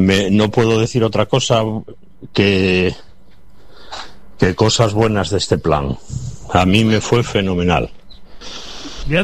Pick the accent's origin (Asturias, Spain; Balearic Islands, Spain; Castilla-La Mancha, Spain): Asturias, Spain